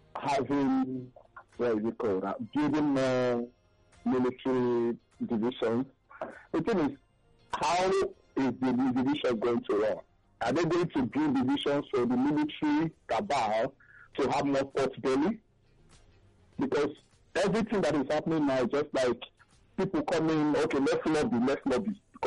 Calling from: Lagos, Nigeria; I'm calling from Aroyaya in Lagos.

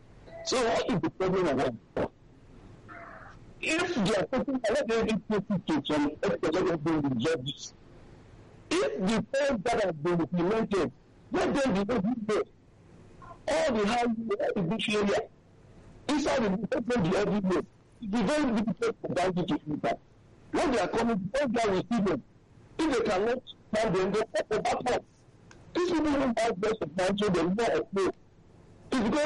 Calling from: Nigeria; I'm calling from Jobega.

